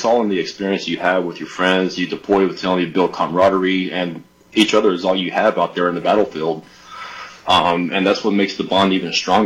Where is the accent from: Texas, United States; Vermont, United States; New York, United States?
Texas, United States; New Caney; I'm from New Candy, Texas.